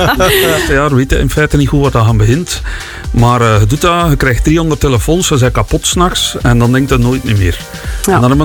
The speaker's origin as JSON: {"language": "Dutch", "town": "Ninove", "region": "Flanders", "country": "Belgium", "tie": "born or raised there", "said": "Ja, Nienhoven is mijn geboortestad, mijn thuisstad. Mijn vrienden wonen daar allemaal. Ik ken daar iedereen."}